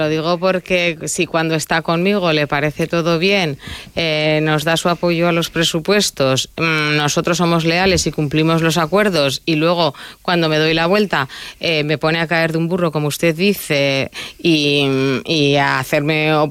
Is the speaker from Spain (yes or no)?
yes; Spain; nosotros desde Zaragoza somos españoles. Antes que cualquier cosa, somos españoles.